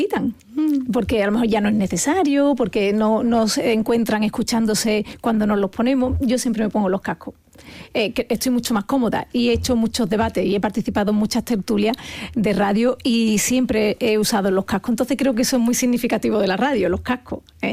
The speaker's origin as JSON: {"language": "Spanish", "region": "Andalusia", "country": "Spain", "said": "por mi tierra, porque los andaluces han demostrado a lo largo de la historia que tienen una capacidad de sacrificio tremenda"}